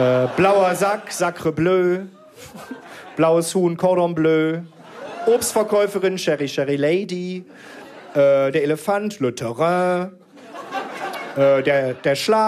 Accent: Krefeld, North Rhine-Westphalia, Germany; Denn ich bin aufgewachsen in der Nähe von Paris. In Krefeld.

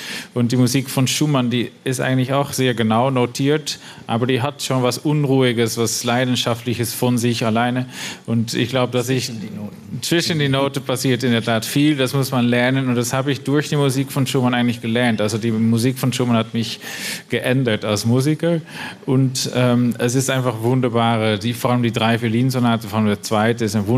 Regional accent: Rotterdam, South Holland, Netherlands; German is a second language

